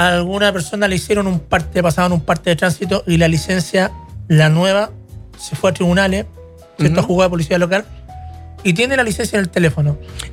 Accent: Santiago, Santiago Metropolitan Region, Chile; now in Castro, Chile; yo soy santiaguino, criado, malcriado, todo en Santiago

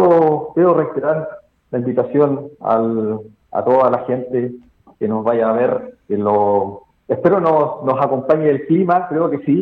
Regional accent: San Pablo, Los Lagos, Chile; moved away; yo vengo del sur de Chile, desde una comuna de San Pablo, que se llama Cerca de Osorno, de una banda escolar

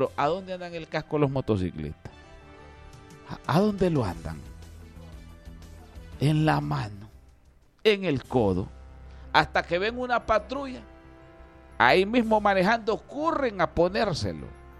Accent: Honduras; nosotros los hondureños.

